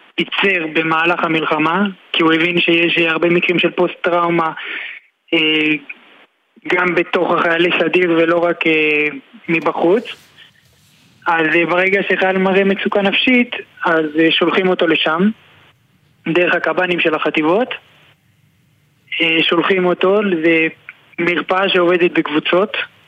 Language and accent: Hebrew; Jerusalem, Jerusalem District, Israel; born there; now in Ofra; אני יהוד, נולדתי בירושלים, כיום גר באופרה